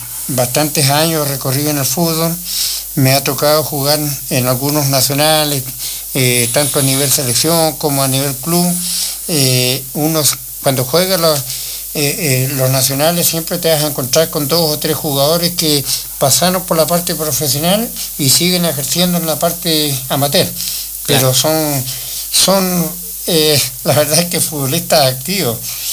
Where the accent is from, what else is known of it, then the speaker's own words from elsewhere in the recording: Aysén, Chile; born there; also born or lived in Argentina; Yo nací en Vialidad.